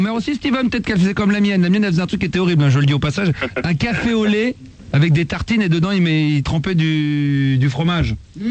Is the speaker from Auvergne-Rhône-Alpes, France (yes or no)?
no; Hauts-de-France, France; pour te prouver que je suis bien du Nord, je vais te chanter la chanson du Nord